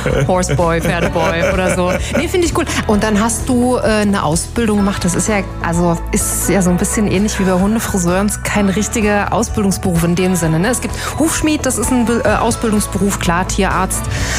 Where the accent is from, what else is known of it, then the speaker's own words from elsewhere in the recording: eastern Germany, Germany; also ich komme ja aus dem Osten